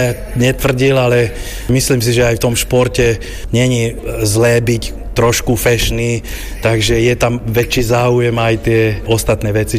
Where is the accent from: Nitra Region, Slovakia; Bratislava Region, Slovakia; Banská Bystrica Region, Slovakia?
Nitra Region, Slovakia; Komárno; u nás v Komárne.